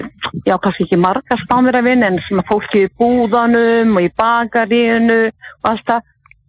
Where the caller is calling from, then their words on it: Torrevieja, Valencian Community, Spain